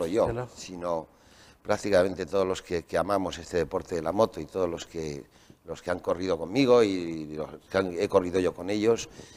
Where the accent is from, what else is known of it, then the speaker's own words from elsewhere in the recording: La Bañeza, Zamora, Castile and León, Spain; La Bañeza, en Zamora, en mi tierra.